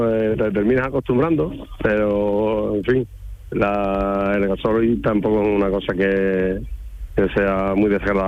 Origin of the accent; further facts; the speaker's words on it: San Bartolomé de la Torre, Andalusia, Spain; Pero yo soy de San Bartolomé, de la Torre.